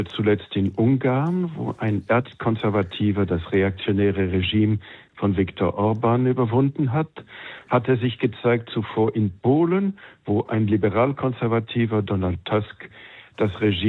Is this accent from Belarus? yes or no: no; Switzerland; in gut regierten Ländern wie zum Beispiel meiner Heimat der Schweiz